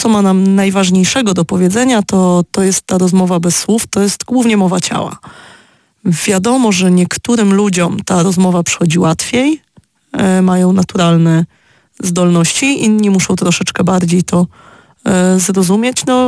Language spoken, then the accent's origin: Polish; Tricity, Pomeranian Voivodeship, Poland; Pochodzę z Trójmiasta